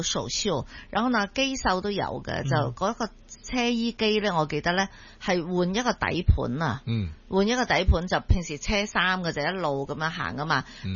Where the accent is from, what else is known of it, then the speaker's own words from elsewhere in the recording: Chaozhou, Guangdong, China; 而且我们潮州人呢勤劳勇敢嘛，所以呢也是比较率先富起来的一部分，即系同我哋潮州人呢个打拼嘅性格系有关嘅。